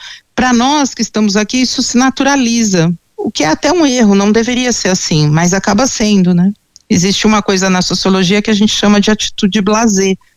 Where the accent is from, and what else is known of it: São Paulo, Brazil